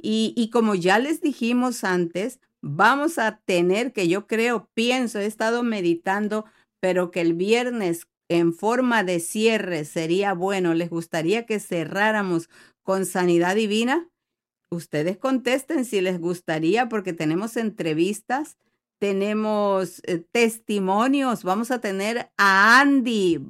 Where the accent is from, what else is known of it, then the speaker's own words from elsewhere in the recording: Mexico; now in Texas, United States; somos mexicanos.